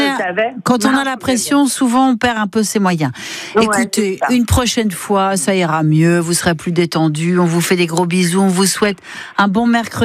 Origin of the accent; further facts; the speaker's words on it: Aubry-du-Hainaut, Hauts-de-France, France; Parce que Petite Forêt, c'est à côté d'Aubry du Hainaut, et c'est là où j'ai grandi.